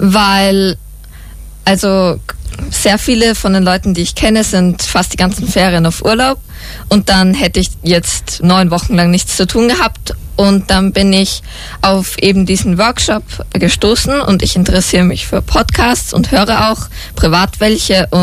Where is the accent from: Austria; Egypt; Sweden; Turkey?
Austria; Vienna; ich komme aus Wien und ich bin 14 Jahre alt.